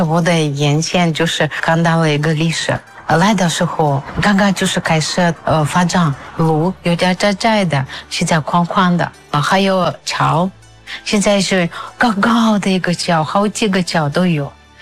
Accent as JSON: {"language": "Chinese", "town": "Novosibirsk", "region": "Novosibirsk Oblast", "country": "Russia", "second_language": "Chinese", "moved": "as an adult", "lives_now": "Karamay, China", "said": "我是中国石油大学北京克拉玛依校区当外教。我是俄罗斯人，我来自新西伯利亚。"}